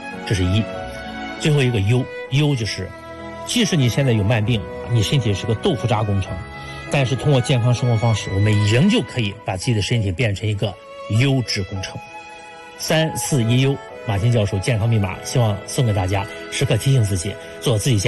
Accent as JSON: {"language": "Chinese", "country": "China", "said": "我们中国人"}